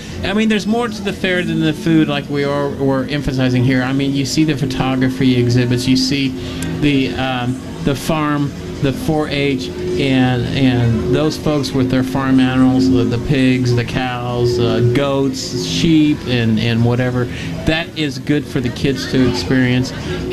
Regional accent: Kansas, United States; moved away; I don't remember corn growing up in Kansas

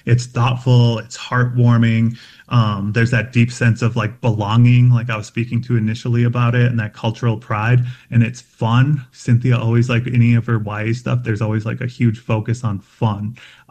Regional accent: Red Lake Indian Reservation, Minnesota, United States; now in Denver, United States; Like, I live in Denver, but I'm from the Red Lake Indian Reservation in northern Minnesota.

